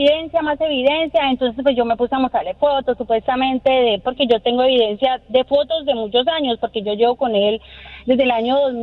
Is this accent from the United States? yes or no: yes; Morristown, New Jersey, United States; Sí, yo soy de Morristown, New Jersey.